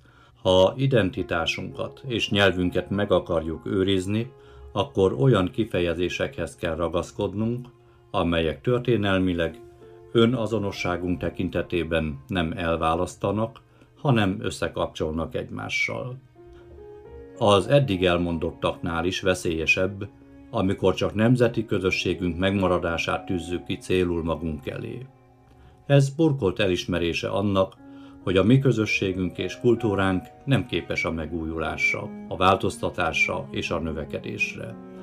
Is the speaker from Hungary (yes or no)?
no; Košice Region, Slovakia; Bodrog közben szülőföldemen, amelynek lakosságát ma is 95%-ban magyarok lakják, a magyarság az isteni gondviselésnek köszönhetően 9 évtized múltán is meg tudta őrizni helyét és súlyát.